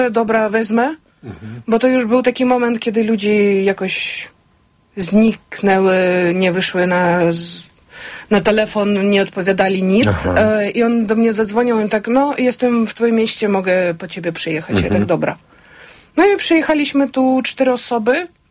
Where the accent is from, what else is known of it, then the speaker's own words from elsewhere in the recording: Dnipro, Dnipropetrovsk Oblast, Ukraine; Polish is a second language; moved away as an adult; now in Poland; Urodziłam się w mieście Dnipro, więc to jest centrum bliżej tak do wschodu Ukrainy.